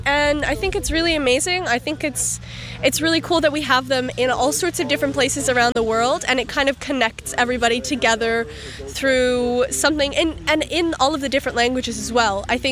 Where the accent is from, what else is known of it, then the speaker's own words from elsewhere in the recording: Newfoundland and Labrador, Canada; I'm from Newfoundland and Labrador, but I went on exchange for 10 months last year to Belgium, Ghent in Belgium.